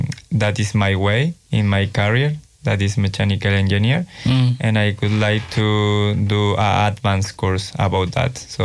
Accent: Chile; English is a second language; also born or lived in Germany; now in Melbourne, Australia

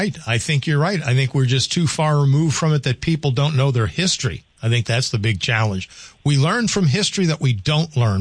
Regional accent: Louisiana, United States; That's the plan. I'm from Louisiana. And, all the dead people vote.

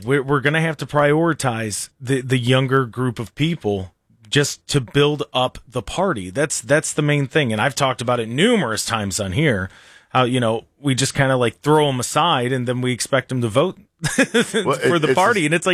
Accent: Medina County, Ohio, United States; I'm from Medina County.

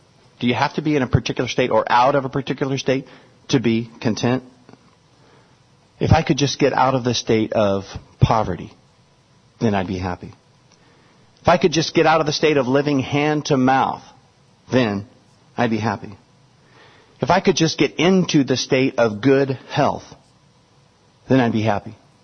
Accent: Kansas City, Kansas, United States; I grew up in Kansas City, Kansas. Then I also moved over to Kansas City, Missouri.

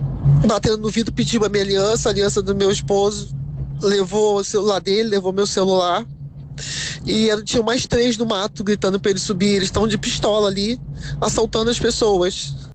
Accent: Niterói, Rio de Janeiro, Brazil; Logo quase chegando ali na subida do viaduto para embicar para a ponte, que eu sou de Niterói

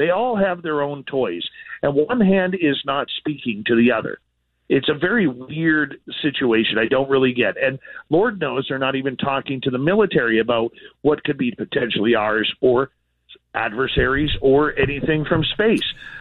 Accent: Canada; I'm Canadian, and so I don't know about that.

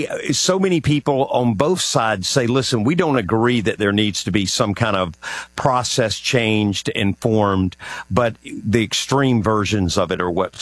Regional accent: the South, United States; accent: southern; My family's from Italy and my family's from Ireland. But we have our own accent over here. Everybody goes, you got this southern accent.

